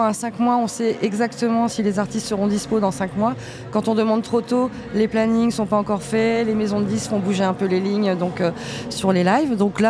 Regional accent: Paris, Île-de-France, France; Je suis parisienne, j'ai rien à faire à, hein, dans les discussions

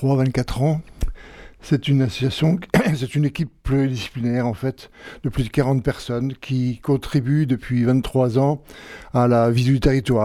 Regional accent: Grand Est, France; Non, mais je suis pas originaire de Lyosson, je suis lorrain au départ. Mais ça fait 40 ans maintenant que j'habite ici

